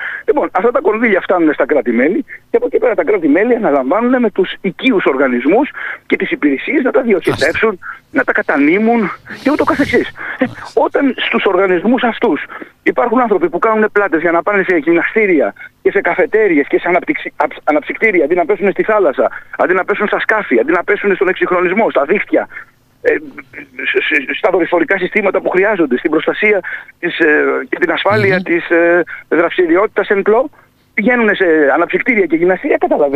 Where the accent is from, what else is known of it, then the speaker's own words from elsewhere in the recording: Greece; ως νησιώτης κι εγώ μεγάλωσα σε ένα σπίτι